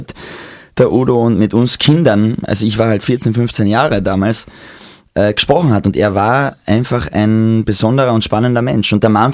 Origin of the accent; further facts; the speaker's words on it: Maria Saal, Carinthia, Austria; Das war nur zuerst ganz bei mir am Land, wo ich herkomme, in Mariasaal, also am Fuße von Magdalensberg, und dann in Klagenfurt und im Dezember.